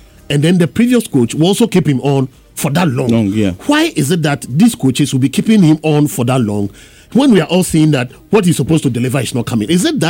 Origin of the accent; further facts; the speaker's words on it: Ghana; And I was telling David that I'm a Ghanaian